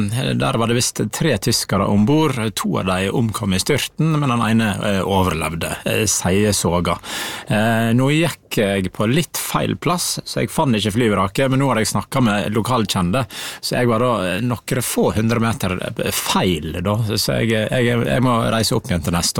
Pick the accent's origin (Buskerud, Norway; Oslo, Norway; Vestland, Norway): Vestland, Norway; Naustdal; Jeg kommer fra Naustdal, som nå har blitt en del av Sunnfjord kommune